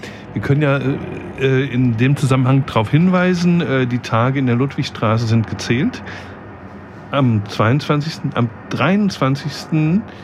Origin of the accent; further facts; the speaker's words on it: Rüsselsheim, Hesse, Germany; ich bin in Rüsselsheim groß geworden, Darmstädter Straße, gegenüber vom Lidl.